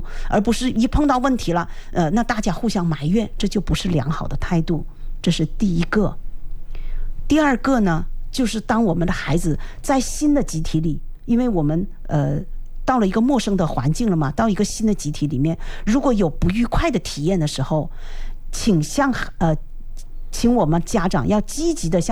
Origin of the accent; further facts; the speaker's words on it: China; 就是我们中国人有句话，就是凡事好商量